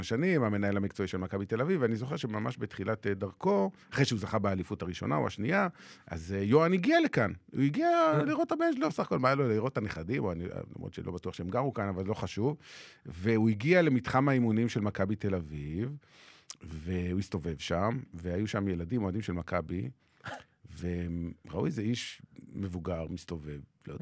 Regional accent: Beersheba, Southern District, Israel; כשהייתי ילד בבאר שבע

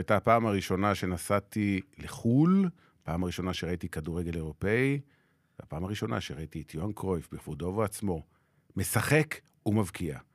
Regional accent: Beersheba, Southern District, Israel; כשהייתי ילד בבאר שבע

